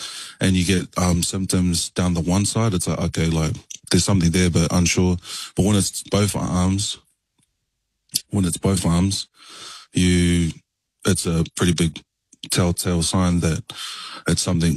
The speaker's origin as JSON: {"language": "English", "town": "Sydney", "region": "New South Wales", "country": "Australia", "tie": "born or raised there", "also_born_or_lived": "Gisborne, New Zealand / Wellington, New Zealand", "said": "So I was born in Gisborne. I moved to Wellington when I was about three. Lived there for about 5 years. I was living in, I believe, Lower Hutt at the time. And then I moved over to Sydney and grew up there for about 10 years"}